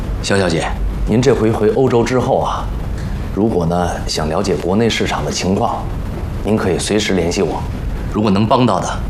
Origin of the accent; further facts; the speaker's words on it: Yuanping, Shanxi, China; 对，这都是我们老家的特产。